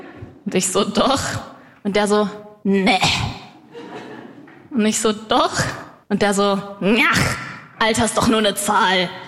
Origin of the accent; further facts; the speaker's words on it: Berlin, Germany